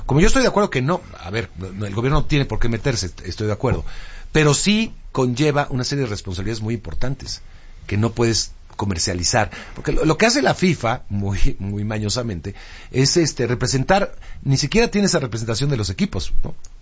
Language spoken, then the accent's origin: Spanish; Mexico